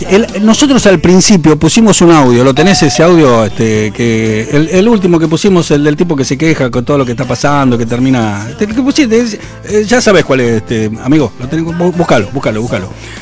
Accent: Lomas de Zamora, Buenos Aires Province, Argentina; mi ciudad, mi pueblo, mi lugar en el mundo. Coloma de Zamora

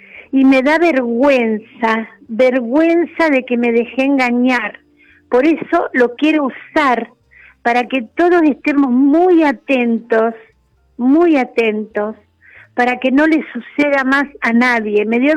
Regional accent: Mercedes, Buenos Aires Province, Argentina; Soy de Mercedes, Buenos Aires.

